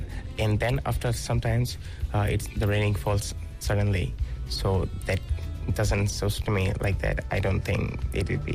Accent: Narsingdi, Dhaka Division, Bangladesh; now in Busan, South Korea; So in past, like hometown, I used to live night from Dhaka. It's quite, my place called Narshindi. So it's very famous for like food and traditional clothes. And when I used to live Narshindi, it's been a while.

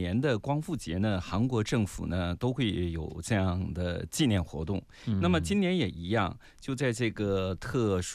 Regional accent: China; 我们中国人

